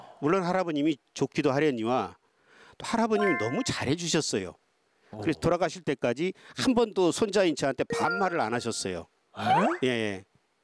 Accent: Boseong, South Jeolla, South Korea; 저희 그 고향 마을이 그 전남 보성군 회천면인데요.

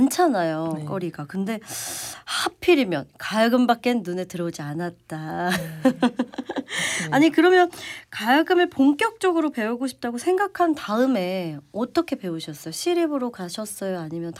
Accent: Namwon, North Jeolla, South Korea; 제가 남원 사람입니다.

